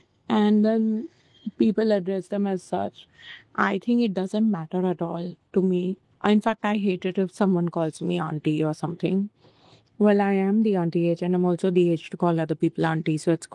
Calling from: India; from India.

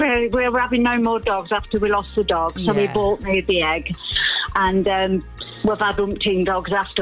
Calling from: Leicester, East Midlands, United Kingdom; from Leicester.

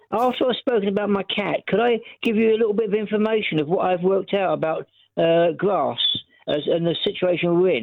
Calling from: London, United Kingdom; But we moved to the far end of the Boston Manor Road, where you get to Hanwell.

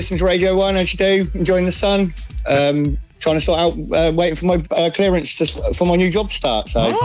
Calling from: Cholsey, South East England, United Kingdom; I'm calling from a village just outside of Didcot called Cholsey.

